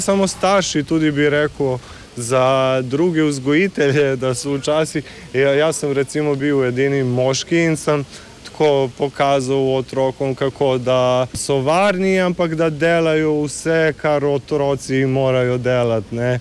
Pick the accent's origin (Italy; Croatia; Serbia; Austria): Serbia; moved away as an adult; now in Slovenia; ker sem iz Srbije in sem prišel pred 9 meseci